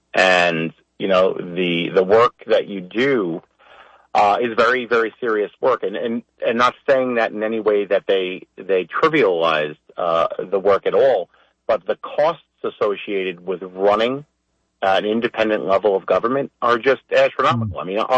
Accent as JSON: {"language": "English", "town": "Mastic Beach", "region": "New York", "country": "United States", "tie": "born or raised there", "said": "the community that I grew up in Mastic Beach"}